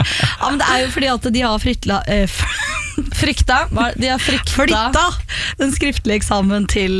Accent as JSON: {"language": "Norwegian", "town": "Drammen", "region": "Buskerud", "country": "Norway", "said": "Jeg er jo fra Drammen, og var Drammens russ 2019."}